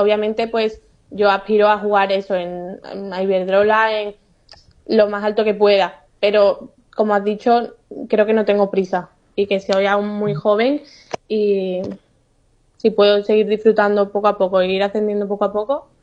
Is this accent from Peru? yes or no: no; Seville, Andalusia, Spain; De Sevilla, yo soy de Sevilla.